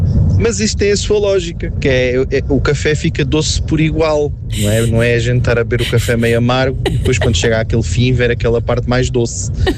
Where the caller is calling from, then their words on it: Setúbal, Portugal; eu sou da zona de Setúbal, por acaso hoje estou na Serra da Estrela.